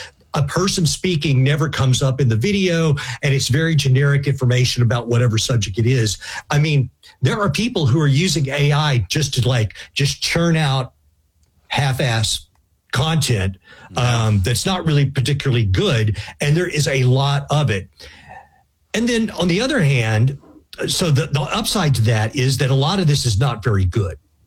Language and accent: English; Texas, United States; in my home state of Texas, it's a big question because we have a lot of data centers